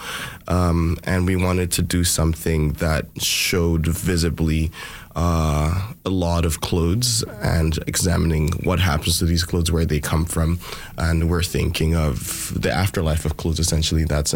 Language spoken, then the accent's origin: English; Nigeria; And I'm from Nigeria, and a lot of the clothes that we have are distributed through these markets.